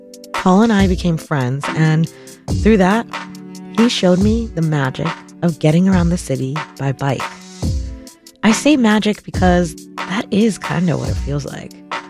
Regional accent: Chicago, Illinois, United States; I'm a Chicago native. I grew up on the North Side, but I've lived all over. When I was 19, I moved to McKinley Park into a four-bedroom apartment occupied by artists and musicians in their 20s.

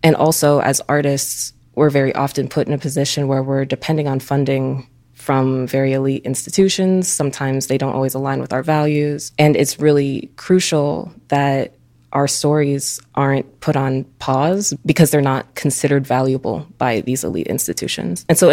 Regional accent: Oak Park, Illinois, United States; born or raised there; now in Chicago, United States

